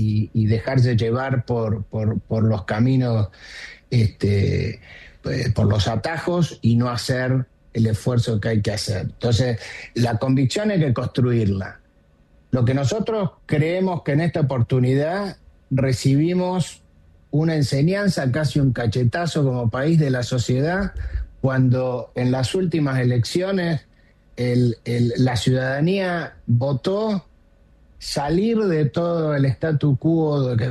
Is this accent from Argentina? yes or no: yes; Argentina; Nosotros somos empresarios que vivimos, nacimos, fuimos criados y vivimos en la Argentina, con nuestra familia en Argentina.